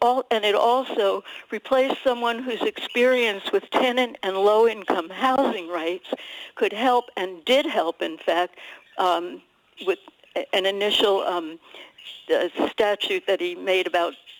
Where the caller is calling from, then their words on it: San Francisco, California, United States; I am a District 5 resident, so I live where Bilal was elected.